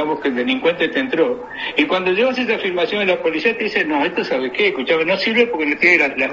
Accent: Montevideo, Uruguay; born there; also born or lived in La Figurita, Montevideo; yo nací en Peñarol

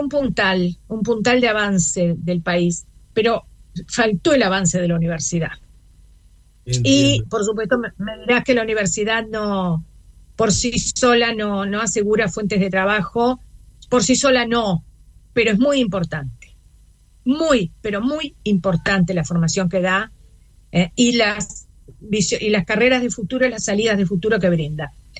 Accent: Cerro Largo, Uruguay; yo reivindico mi carácter, rural, de tierra adentro, y vaya si será tierra adentro, porque yo nací en Cerro Largo, y me siento una privilegiada en algunos sentidos, porque formo parte del Uruguay amplio

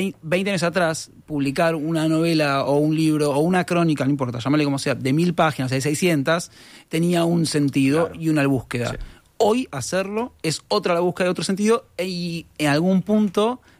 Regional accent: Buenos Aires, Argentina; moved away as an adult; now in Uruguay

